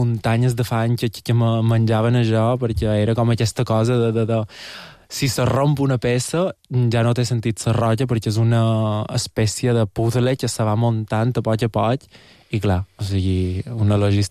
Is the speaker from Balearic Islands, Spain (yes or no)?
yes; Portocolom, Balearic Islands, Spain; Soc de Porto Colom i vaig molt a Sallà